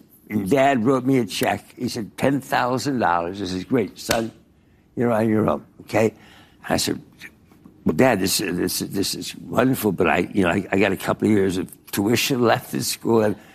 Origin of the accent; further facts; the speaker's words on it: East Coast, United States; Well, I grew up in the East Coast. I was in all boys sort of private prep schools and this and that.